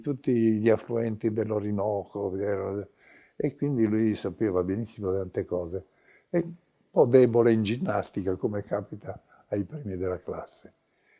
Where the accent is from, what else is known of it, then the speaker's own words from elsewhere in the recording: Turin, Piedmont, Italy; Insomma, comunque io sono torinese doc.